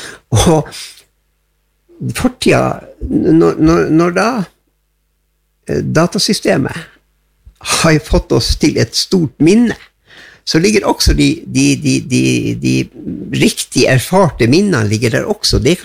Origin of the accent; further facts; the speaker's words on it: Gratangen, Troms, Norway; Swedish is a second language; jag är en enkel same från Grattangen i Troms